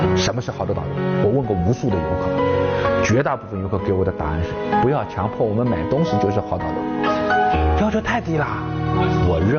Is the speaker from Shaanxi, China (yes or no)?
no; Wuzhen, Zhejiang, China; 因为我的家乡乌镇曾经非常落后，然而乌镇在那时候最落魄的时候，的确乌镇还是保留了很多的图书室，也有很多的电影院。我外婆家跟茅盾家很近啊，不到50米。